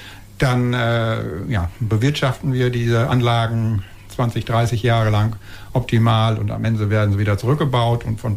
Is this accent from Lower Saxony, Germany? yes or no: yes; Bad Bentheim, Lower Saxony, Germany; Ursprünglich mal für ein Projekt für zwei Windkraftanlagen in meiner Heimat Bad Bentheim.